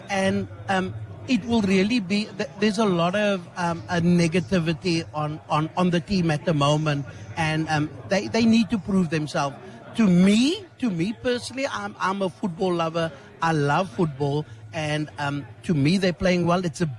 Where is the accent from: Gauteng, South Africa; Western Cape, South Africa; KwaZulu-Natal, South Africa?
Western Cape, South Africa; Cape Town; I'm from Athlone area.